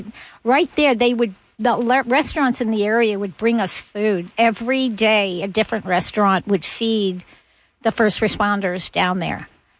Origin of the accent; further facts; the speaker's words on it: New York, United States; Believe it or not, I'm a New Yorker who loves country music.